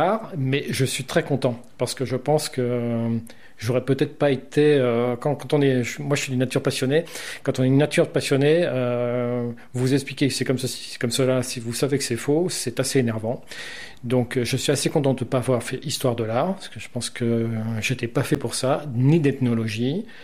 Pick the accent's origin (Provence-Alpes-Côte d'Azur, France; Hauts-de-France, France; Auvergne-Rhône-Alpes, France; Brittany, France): Brittany, France; Concarneau; Moi, je suis de Concarneau